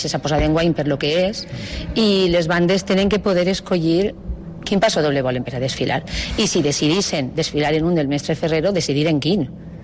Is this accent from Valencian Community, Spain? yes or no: yes; Ontinyent, Valencian Community, Spain; Claro, com soc d'Ontinyent, com sempre es diu, tots venen de fora, però com jo soc d'Ontinyent, pues, he rebut moltes felicitacions